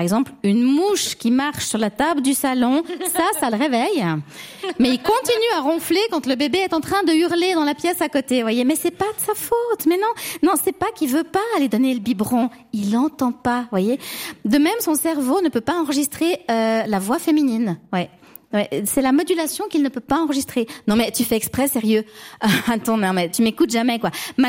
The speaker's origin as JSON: {"language": "French", "region": "Vaud", "country": "Switzerland", "said": "Et puis surtout, je suis vaudoise. Mais enfin... on ne se ment pas entre compatriotes."}